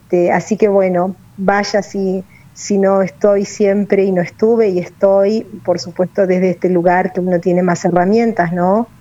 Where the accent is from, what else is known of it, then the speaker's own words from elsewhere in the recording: San José de Feliciano, Entre Ríos, Argentina; soy de San José de Feliciano, que es una localidad en la que sin dudas hay enormes problemáticas, como en todas las ciudades